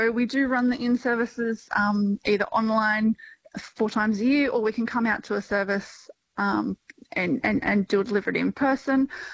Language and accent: English; Orange, New South Wales, Australia; I grew up in Orange as a regional queer kid.